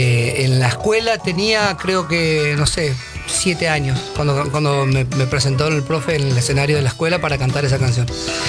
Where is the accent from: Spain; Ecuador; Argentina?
Argentina; Chaco; yo como soy chaqueño tengo mucha influencia de la música litoral